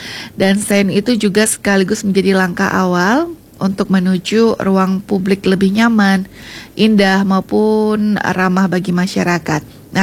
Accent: Buleleng, Bali, Indonesia; kita sebagai warga Buleleng ya, khususnya di Singaraja

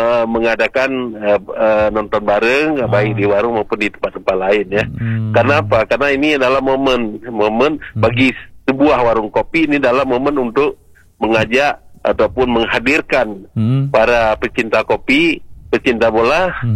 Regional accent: Aceh, Indonesia; Saya kira kita Aceh

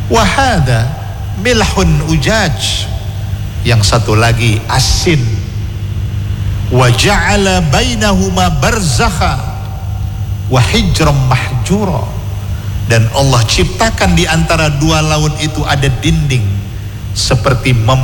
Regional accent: Medan, North Sumatra, Indonesia; now in Banda Aceh, Indonesia; Saya dari Medan datang ke Banda Aceh, saya pun harus menikmati apa makanan yang ada di Banda Aceh ini.

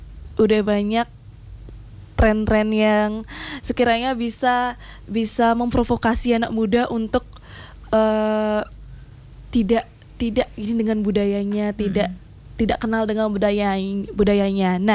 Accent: Tamblang, Bali, Indonesia; saya datang dari sana, dari Tamblang

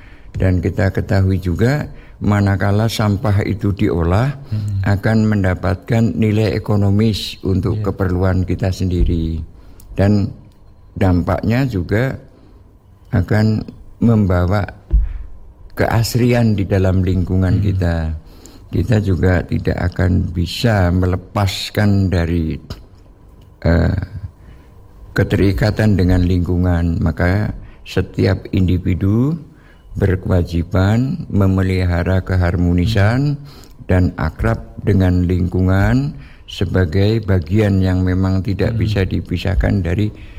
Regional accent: Tarakan, North Kalimantan, Indonesia; born there; also born or lived in Balikpapan / Bunyu; Saya lahir di Tarakan.

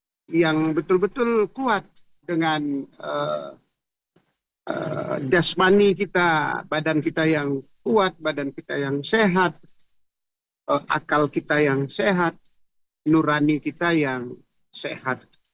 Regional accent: Aceh, Indonesia; kita sebagai orang Aceh

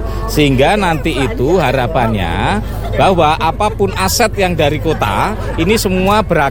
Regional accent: Madiun, East Java, Indonesia; kita sebagai warga Kota Madiun

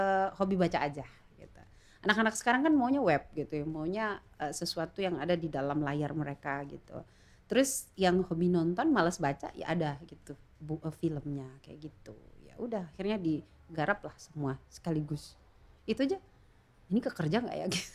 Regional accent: Bengkulu, Indonesia; kita tuh memang Melayu Bengkulu ya secara besar

